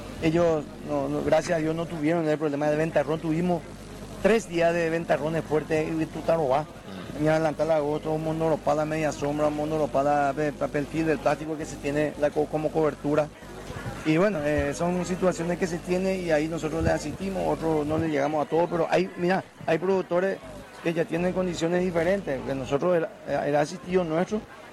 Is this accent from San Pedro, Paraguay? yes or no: yes; San Pedro, Paraguay; yo que provengo del departamento de San Pedro, hay muchos productores que ya le ven negocio a eso.